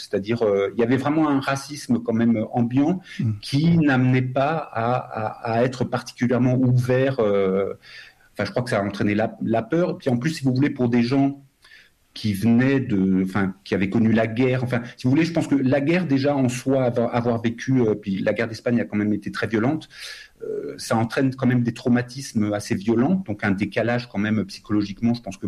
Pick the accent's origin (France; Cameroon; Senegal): France; Fontainebleau, Île-de-France; born there; now in Ariège, France